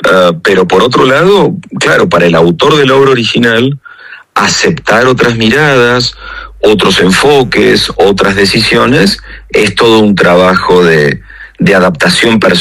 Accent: Argentina

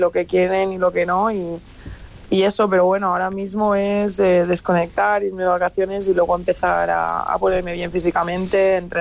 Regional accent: Balearic Islands, Spain

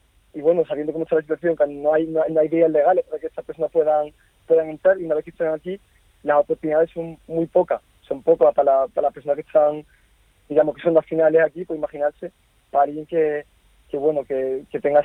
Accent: Cádiz, Andalusia, Spain; yo primero soy de Cádiz. Yo me he criado en Cádiz, llevo toda la vida en Cádiz, he crecido allí, he mamado Cádiz, como bien se dice.

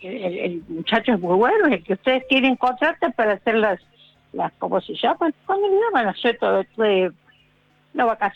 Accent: Córdoba, Argentina; now in Buenos Aires, Argentina; Pues yo no soy de Buenos Aires, soy de Córdoba.

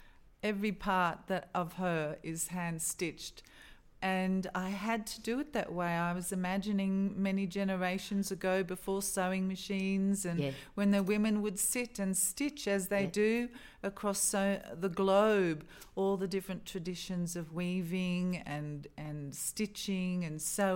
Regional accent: Australia; born there; I was born in Australia

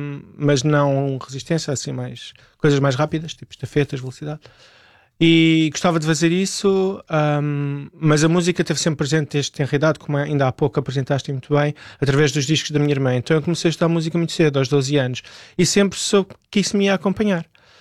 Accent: Lisbon, Portugal; born there; Eu já nasci em Lisboa, mas o apelido vem de lá

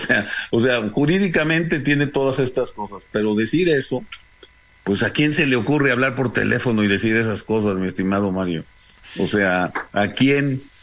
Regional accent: Mexico

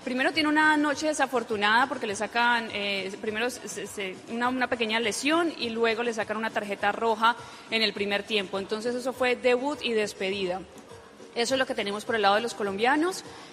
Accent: Cali, Valle del Cauca, Colombia; now in San Diego, United States; Aquí San Diego tiene cosas muy lindas, la verdad. Me recuerda un poquito a mi tierra Cali desde el clima en este momento

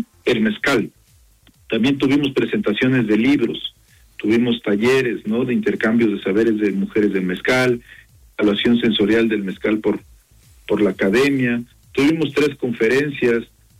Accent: Oaxaca, Mexico; como oaxaqueñas y oaxaqueñas generamos.

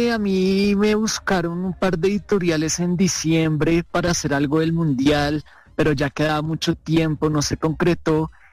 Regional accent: Bogotá, Colombia; Sí, claro, yo soy bogotano, yo soy periodista deportivo, escritor, investigador, historiador de fútbol.

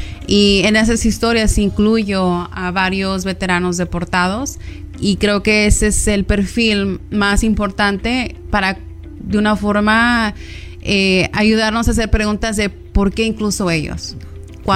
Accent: Los Angeles, California, United States; now in Fresno, United States; desde que crecí en Los Ángeles y nos vinimos a Fresno

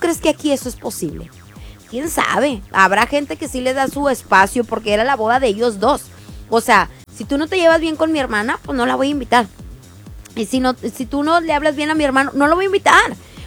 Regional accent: Mexico; porque somos familia, porque somos mexicanos.

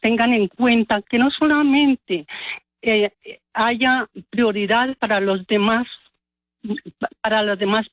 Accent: Chíquiza, Boyacá, Colombia; Soy aquí oriunda de Chiquiza, hija de Chiquiza, y me da gran dolor y pesar cómo cada día avanza el incendio

